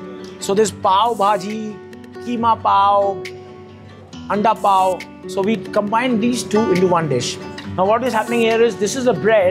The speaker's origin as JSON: {"language": "English", "town": "Kolkata", "region": "West Bengal", "country": "India", "tie": "born there", "also_born_or_lived": "Thiruvananthapuram / Delhi"}